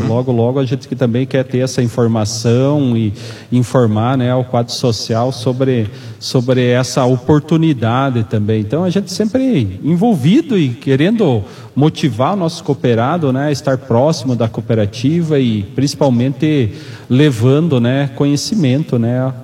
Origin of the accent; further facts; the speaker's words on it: Brazil; nós brasileiros, eu digo nós brasileiros